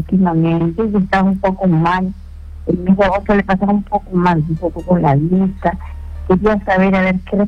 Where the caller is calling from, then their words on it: Lima, Peru; Yo vivo en Santa Catalina, La Victoria.